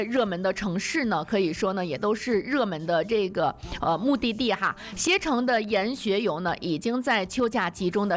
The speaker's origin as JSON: {"language": "Chinese", "town": "Changli", "region": "Hebei", "country": "China", "tie": "born or raised there", "accent": "Changli dialect", "said": "我说的是昌黎话"}